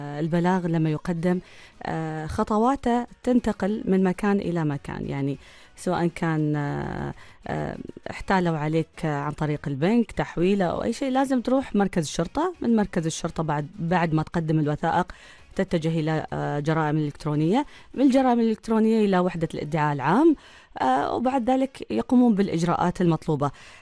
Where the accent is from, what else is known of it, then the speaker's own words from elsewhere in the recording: Oman; إحنا كمجتمع عماني دائما تلقى كذا محافظ ولله الحمد خجول